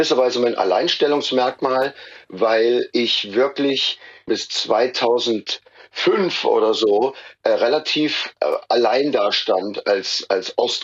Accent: East Germany, Germany; Weil ich als Ossi die Stimme erhebe und einfach versuche, auch als Stimme des Ostens sozusagen laut zu sein

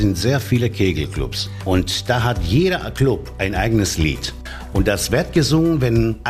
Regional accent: Greece; now in Issum, Germany; Ich bin ein Grieche und ich wohne die letzten 10 Jahre in Issum.

